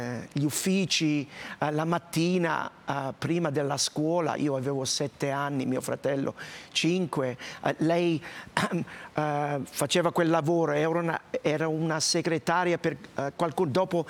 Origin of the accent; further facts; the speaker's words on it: London, United Kingdom; dove io ho abitato da bambino a Londra, in un appartamento molto popolare. Povero, se vogliamo.